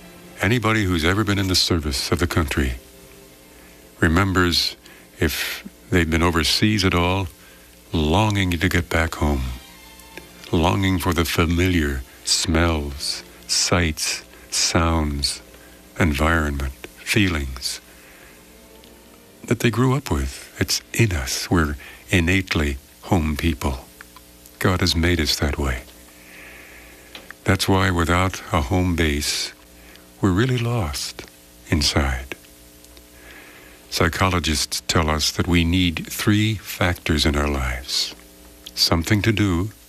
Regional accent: Philadelphia, Pennsylvania, United States; moved away as an adult; But I only spent 18 years there. I've spent 45 or 50 elsewhere. But I'm from Philadelphia. I still retain some of the accent.

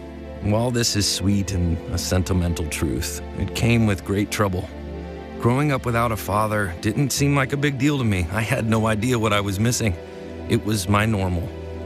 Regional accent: the South, United States; And hey, I grew up in the South, the Bible Belt. I figured I was a Christian because it was part of our culture.

